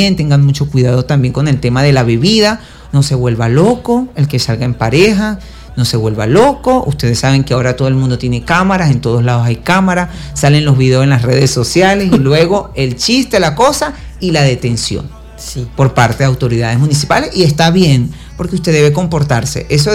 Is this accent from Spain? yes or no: no; Venezuela; Seamos buen venezolanos